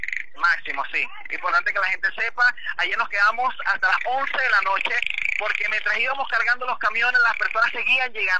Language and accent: Spanish; Venezuela; Aquí somos venezolanos.